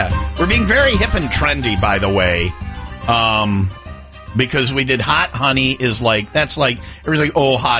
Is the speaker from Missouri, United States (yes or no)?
no; Wisconsin, United States; I'm from Wisconsin. I'm the only person from Wisconsin that doesn't like old fashions